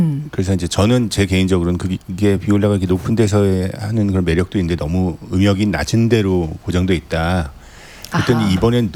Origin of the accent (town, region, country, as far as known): Seoul, South Korea; born or raised there